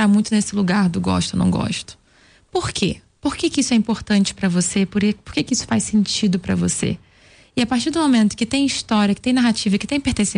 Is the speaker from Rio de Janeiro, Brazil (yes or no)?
yes; Niterói, Rio de Janeiro, Brazil; also born or lived in Belém; now in São Paulo, Brazil; Eu nasci em Belém do Pará, eu fui criada em Niterói e eu moro em São Paulo.